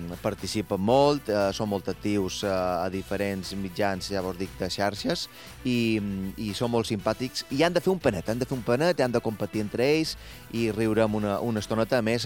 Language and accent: Catalan; Balearic Islands, Spain; Parlarem de com som els mallorquins i com hauríem de ser, però no, a nosaltres no mos convidarà ningú.